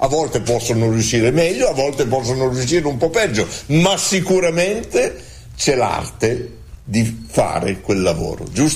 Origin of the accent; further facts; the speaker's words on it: Bologna, Emilia-Romagna, Italy; Dove vivevo io, dove sono nato io, a Porta San Felice, c'era un terreno che i miei bonificarono e ne fecero un giardino.